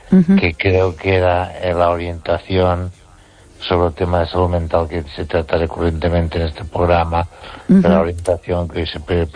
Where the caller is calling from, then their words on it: Catalonia, Spain; desde Cataluña.